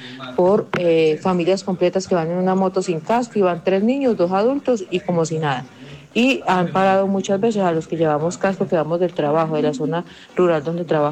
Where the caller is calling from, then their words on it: La Unión, Colombia; de La Unión.